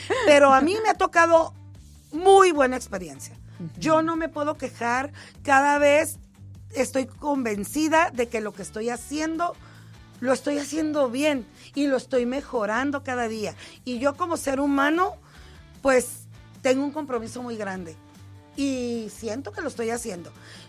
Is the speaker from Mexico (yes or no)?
yes; Tijuana, Baja California, Mexico; Y yo soy de Tijuana.